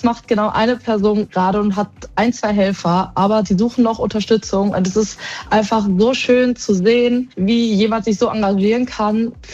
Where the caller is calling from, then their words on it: Erle, North Rhine-Westphalia, Germany; ich komme genau aus Erle.